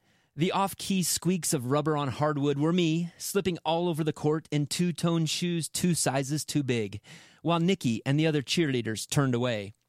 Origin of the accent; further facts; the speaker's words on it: Midwest, United States; I are both Midwestern